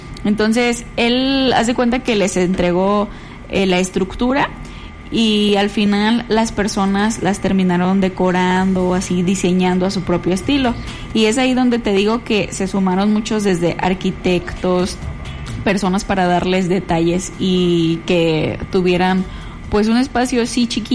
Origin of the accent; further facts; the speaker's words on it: Mexico; fue la unión como mexicanos.